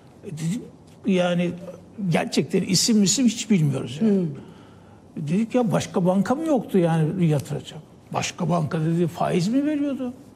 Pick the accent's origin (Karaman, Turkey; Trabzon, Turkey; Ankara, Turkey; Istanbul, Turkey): Trabzon, Turkey; Ben Trabzonluyum.